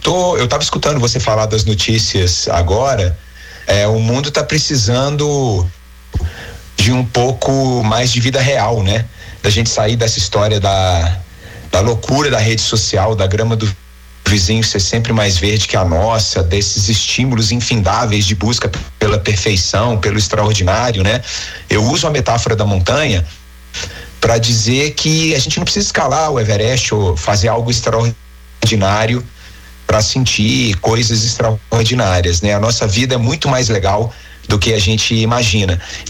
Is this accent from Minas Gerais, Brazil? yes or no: yes; Minas Gerais, Brazil; como um bom mineiro, não vou esconder isso de você, não.